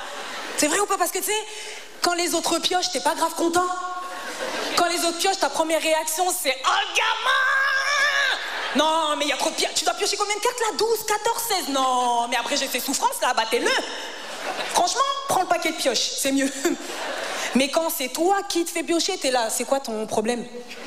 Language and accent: French; Senegal; Moi, les gars, je suis sénégalaise, hein.